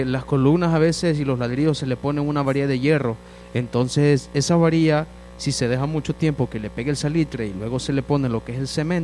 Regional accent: El Salvador; eso que nosotros como salvadoreños le decimos el mojo

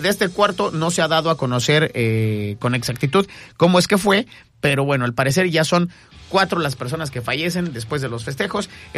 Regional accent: Mexico City, Mexico; La Capirucha, mi tierra querida.

